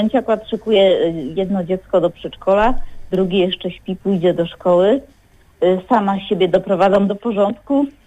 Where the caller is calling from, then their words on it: Leszno, Greater Poland Voivodeship, Poland; Ja jestem z Leszna